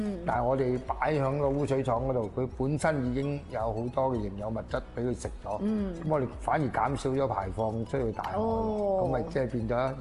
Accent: Foshan, Guangdong, China; 就翻我家鄉順德佛山區嘅佛山順德區裏面咧去搞呢件事咧

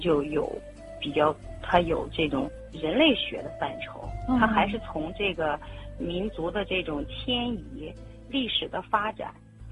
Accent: Henan, China; Chinese is a second language; 我是河南人，就是我说的普通话跟这个客家话还是有一定的差别。

